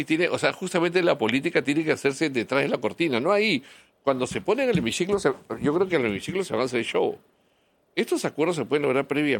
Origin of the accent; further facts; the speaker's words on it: Peru; Yo como peruano, yo percibo que hemos estado casi secuestrados por un comportamiento caviar durante años.